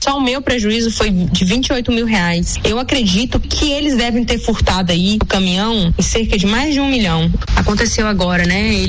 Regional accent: Teixeira de Freitas, Bahia, Brazil; Sou aqui de Teixeira de Freitas, né? Sou comerciante há 16 anos

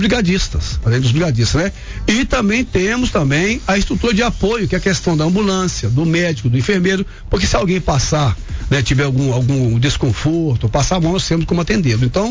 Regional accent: Jaguaraçu, Minas Gerais, Brazil; a pessoa passar lá na minha cidade, na nossa cidade

